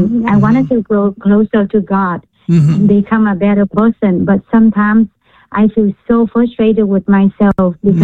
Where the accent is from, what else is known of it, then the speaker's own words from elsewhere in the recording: Vietnam; accent: Vietnamese; English is a second language; Yes, I am.